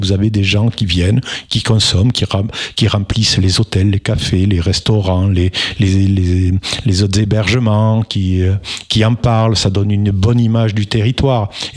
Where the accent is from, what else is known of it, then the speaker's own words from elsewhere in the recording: Mirepoix, Occitanie, France; Vous savez, je suis de Mirepoix, oui.